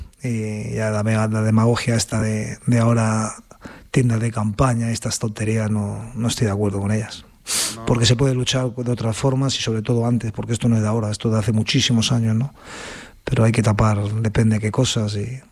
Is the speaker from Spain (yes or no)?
yes; Madrid, Community of Madrid, Spain; Soy de Aluche, porque me he criado en mi barrio, que estoy muy orgulloso.